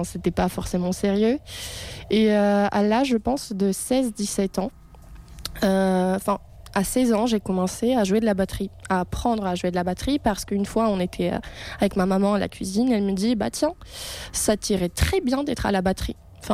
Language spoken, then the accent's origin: French; Moscow, Russia; French is a second language; moved away as an adult; now in France; Alors je suis originaire de Russie, j'ai vécu toute ma vie. Née et grandi à Moscou, donc une fille de ville, une fille de capitale.